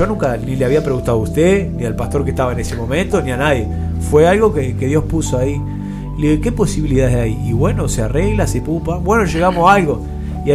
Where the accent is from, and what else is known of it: Treinta y Tres, Uruguay; now in Maldonado, Uruguay